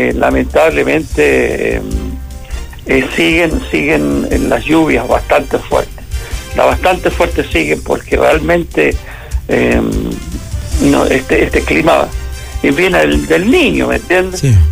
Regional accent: Antofagasta, Chile; moved away; yo soy de Antofagasta

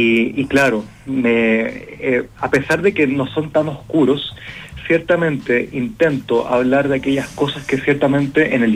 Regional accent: Antofagasta, Chile; moved away as an adult; que es mi ciudad natal. Crecí en Antofagasta, soy antofagastino, estudié en Antofagasta básica y educación media.

